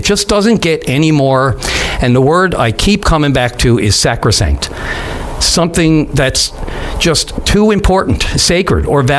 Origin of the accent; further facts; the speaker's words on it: Newfoundland and Labrador, Canada; It offended me as a Newfoundlander.